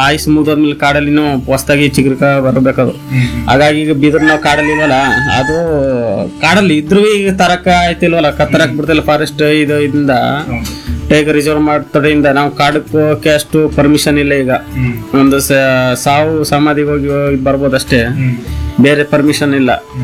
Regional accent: Karnataka, India; born there; ಈಗ ನಮ್ಮ ಪಕ್ಕದಲ್ಲಿ ಕುಡ್ಗಿ ಇದೆ, ಈಗ ನಮ್ದು ಕುಡ್ಗಿ ಆಡಿ

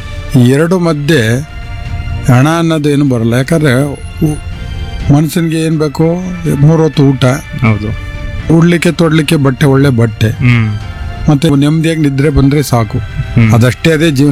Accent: Karnataka, India; also born or lived in Saragur; 6ನೇ ತರಗತಿವರೆಗೂ ನಮ್ಮ ಊರಿನಲ್ಲಿ ನಾವು ಪ್ರೈಮರಿ ಮತ್ತು ಮಿಡ್ಲ್ ಸ್ಕೂಲ್ ಇತ್ತು. 7ನೇ ತರಗತಿಗೆ ಸರಗೂರಿಗೆ ಬಂದು ಸೇರಿದ್ದೆ. 7, 8, 9 ಸರಗೂರಿನಲ್ಲಿ ಓದ್ದಾಯ್ತು.

